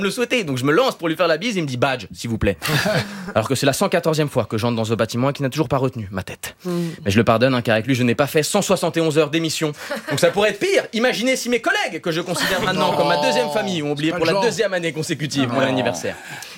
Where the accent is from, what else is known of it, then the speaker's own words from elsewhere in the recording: Switzerland; je lui file un billet de 50 euros car je suis suisse.